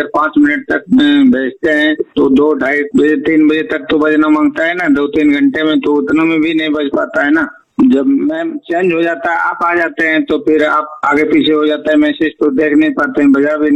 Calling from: Bihar, India; बिहार के रहने वाले हैं।

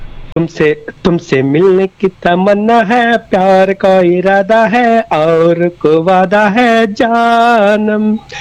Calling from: Bengaluru, Karnataka, India; ಬೆಂಗಳೂರಿನಿ

